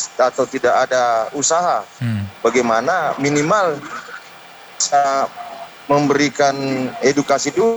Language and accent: Indonesian; Sidrap, South Sulawesi, Indonesia; moved away as an adult; now in Makassar, Indonesia; saya sebagai orang sidrap, lahir di sidrap. Besar umur 20 tahun saya sidrap